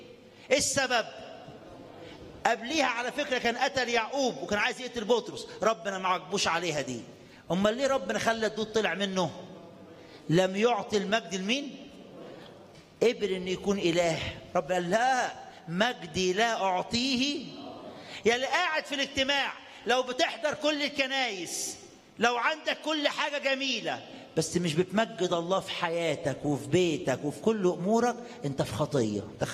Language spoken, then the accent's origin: Arabic; Egypt; انا بشكر رب عشان بلادنا مصر